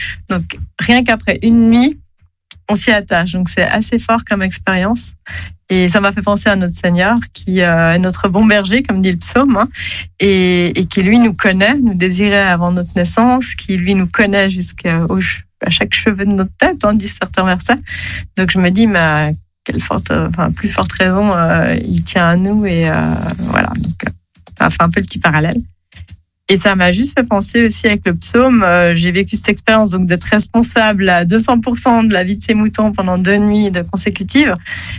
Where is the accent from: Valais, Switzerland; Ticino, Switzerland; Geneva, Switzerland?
Geneva, Switzerland